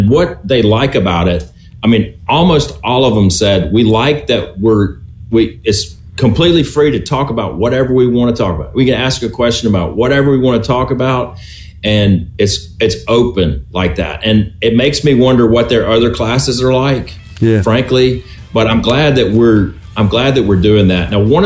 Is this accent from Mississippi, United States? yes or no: yes; Mississippi, United States; I'm from the Delta.